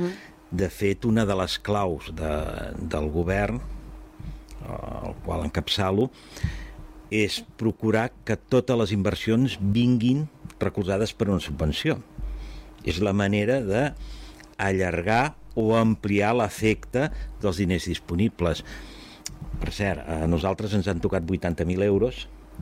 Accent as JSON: {"language": "Catalan", "town": "Badalona", "region": "Catalonia", "country": "Spain", "said": "jo sóc de Badalona."}